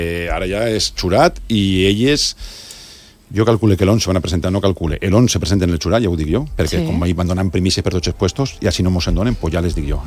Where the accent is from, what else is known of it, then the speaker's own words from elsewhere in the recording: Benaguasil, Valencian Community, Spain; Jo, si no vinc, és que estic en Benaguasil